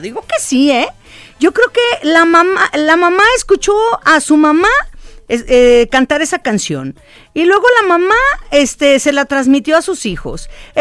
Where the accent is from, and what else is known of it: Mexico